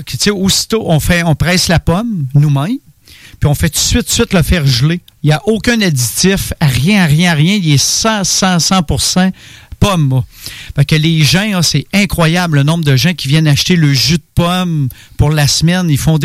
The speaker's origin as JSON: {"language": "French", "town": "Sainte-Rose-du-Nord", "region": "Quebec", "country": "Canada", "tie": "born there", "moved": "yes", "said": "je viens de Sainte-Rose-du-Nord, un petit village que je vivais dans le bois."}